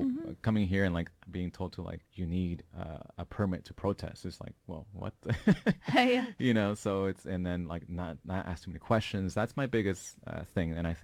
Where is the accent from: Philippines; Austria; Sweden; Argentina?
Sweden; now in United States; when I was moving here from Sweden, there was huge fires happening in California.